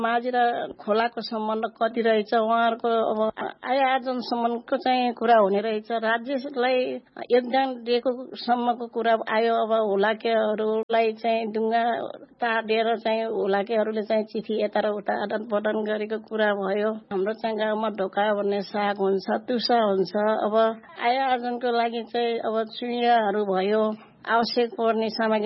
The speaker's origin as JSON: {"language": "Nepali", "area": "Baglung", "region": "Gandaki Province", "country": "Nepal", "tie": "born there", "also_born_or_lived": "Kateri, Tamankhola Rural Municipality", "said": "मेरो जन्मथलोको हेर्दाखेरि चाहिँ सामुदायिक वन भनेर चाहिँ एउटा वनलाई चाहिँ त्यो घोषणा गरेको छ, बागलुङको तमनखोला गाउँपालिका वडा नम्बर ५ खुङखानीमा।"}